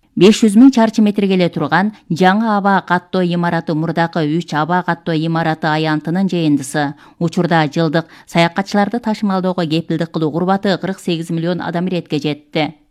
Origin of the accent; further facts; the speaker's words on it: Xinjiang, China; Үрүмчү-Лопнур жогору ылдамдыктагы таш жолунда каттоо башталбай турганда мен бул жерде туулуп өскөн жергиликтүү малч элем.